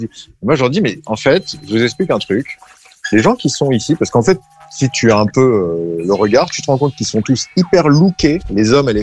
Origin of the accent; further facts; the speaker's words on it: Réunion, France; mais là, je suis réunionnais